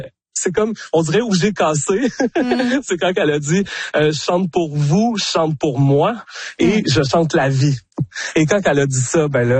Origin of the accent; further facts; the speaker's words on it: Quebec, Canada; nous, en plus, en tant que Québécois